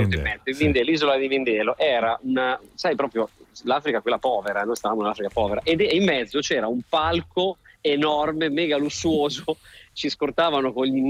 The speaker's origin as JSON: {"language": "Italian", "town": "Pesaro", "region": "Marche", "country": "Italy", "moved": "as an adult", "lives_now": "Milan, Italy", "said": "Milano è la città che mi ha adottato, io sono di Pesaro nelle Marche, ma mi sono trasferito quasi 20 anni fa ormai a Milano"}